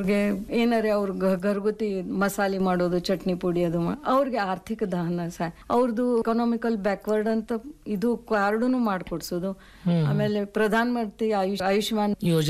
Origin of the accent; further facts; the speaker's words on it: Karnataka, India; also born or lived in Jabalpur / Maharashtra; ಮೂಲತಃ ನಾವು ಕರ್ನಾಟಕದವ್ರೆ, ಆದರೆ ನಮ್ಮ ತಂದೆಯವರು central government job ಡಿಫೆನ್ಸ್ನಾಗ ಇದ್ದಿದ್ರಿಂದ transferable job ಇತ್ತು ಅವ್ರದ್ದು.